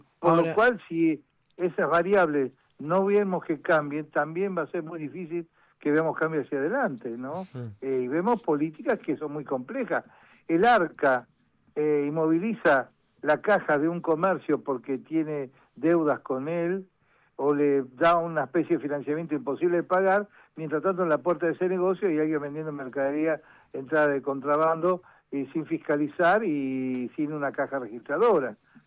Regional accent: Rosario, Santa Fe, Argentina; Yo soy del Rosario, provincia de Santa Fe.

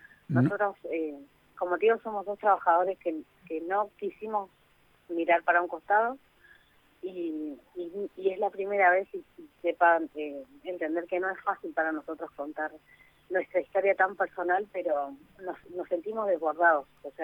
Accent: Pacheco, Buenos Aires, Argentina; Gracias, soy de Pacheco.

